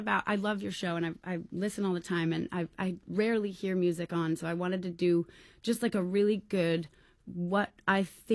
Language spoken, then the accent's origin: English; Waitsfield, Vermont, United States; now in Topanga, United States; we also bought a farm in my hometown in Waitsfield, Vermont